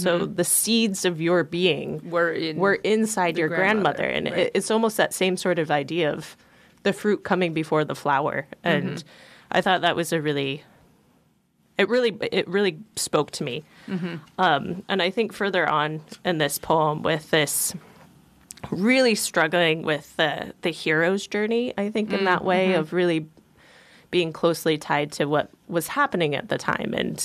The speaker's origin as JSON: {"language": "English", "town": "Palmer", "region": "Alaska", "country": "United States", "tie": "born or raised there", "said": "I was born and raised in Palmer."}